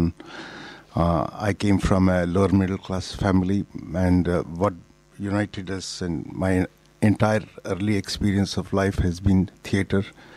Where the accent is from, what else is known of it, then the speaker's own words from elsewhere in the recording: South India, India; Hindi is a second language; मैं पहले ही बोलता हूँ, मैं दक्षिण भारत से हूँ, मैं थोड़ा तो रुक रुक रुक के हिंदी में बोल सकता हूँ